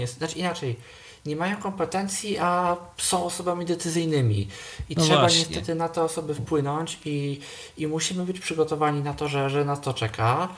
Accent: Poznań, Greater Poland Voivodeship, Poland; u nas w Poznaniu

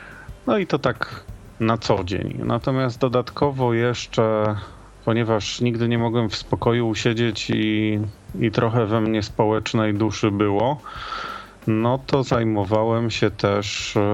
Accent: Gliwice, Silesian Voivodeship, Poland; also born or lived in Warsaw; now in Kraków, Poland; Na co dzień mieszkam w Krakowie, choć często wybywam albo do rodzinnych Gliwic, albo do Warszawy, gdzie spędziłem 7 lat

